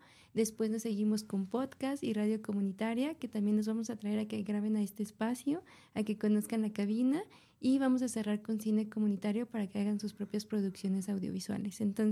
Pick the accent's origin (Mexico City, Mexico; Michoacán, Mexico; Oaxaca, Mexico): Mexico City, Mexico; soy oriunda de Pueblo de Santa Fe